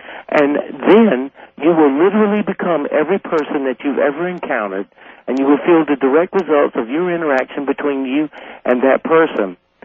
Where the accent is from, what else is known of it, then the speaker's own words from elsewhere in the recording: Southern United States, United States; I grew up fighting in the South.